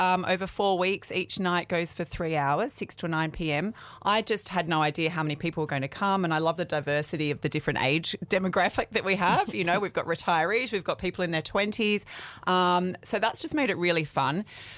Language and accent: English; Sydney, New South Wales, Australia; I'm also from Sydney, but I've been up here for about 15 years.